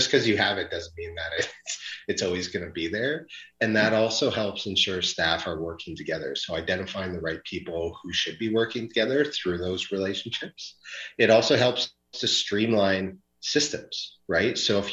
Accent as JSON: {"language": "English", "region": "Saskatchewan", "country": "Canada", "said": "I come from Saskatchewan"}